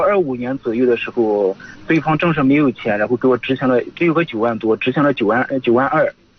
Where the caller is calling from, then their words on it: Yuncheng, Shanxi, China; 我就是咱盐湖区的。